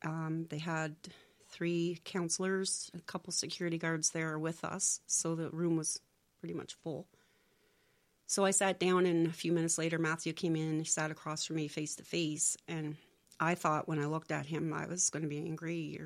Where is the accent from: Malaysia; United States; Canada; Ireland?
Canada; Gary, New Brunswick; now in Burtts Corner, Canada; I've lived in Burt's Corner for the last 13, 14 years. I was raised in Gary since I was four.